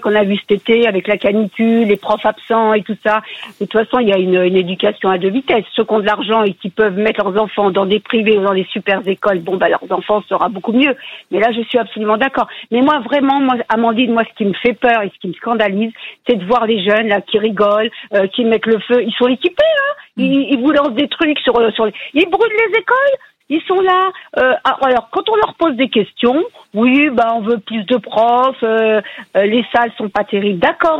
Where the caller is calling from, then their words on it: Île-de-France, France; Volpénil, en Seine-et-Marne.